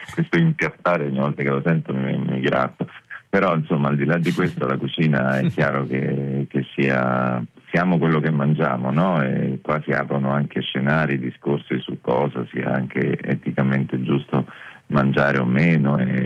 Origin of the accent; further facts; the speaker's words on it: Marche, Italy; Poi appunto vengo dalle Marche, che come poi tutte le regioni d'Italia hanno particolarità e ricchezze gastronomiche, però insomma nelle Marche abbiamo ovviamente dei piatti che sono nati e cresciuti lì